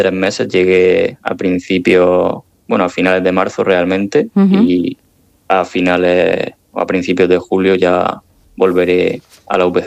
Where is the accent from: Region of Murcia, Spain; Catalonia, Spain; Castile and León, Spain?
Region of Murcia, Spain; now in Zürich, Switzerland; un saludo muy fuerte desde Zúrich para los oyentes y por supuesto para mi tierra, para Murc